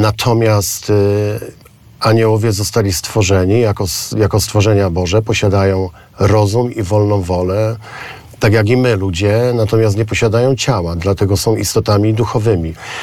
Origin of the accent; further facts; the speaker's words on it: Silesian Voivodeship, Poland; w naszej parafii w górach, w Beskidzie Żywieckim